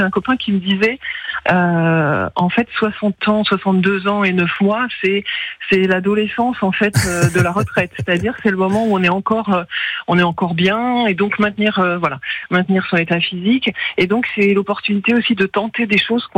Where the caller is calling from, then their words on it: Montastruc-la-Conseillère, Occitanie, France; À la frontière du Tarn, près de Montastruc